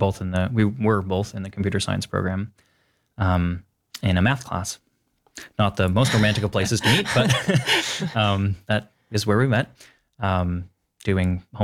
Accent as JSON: {"language": "English", "region": "Midwest", "country": "United States", "tie": "born there", "said": "I was born in the Midwest."}